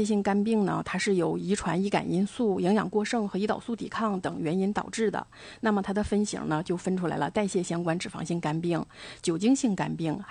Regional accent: Dalian, Liaoning, China

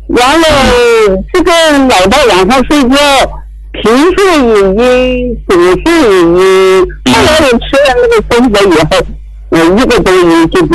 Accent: Kunming, Yunnan, China; 我是云南的，云南昆明的，

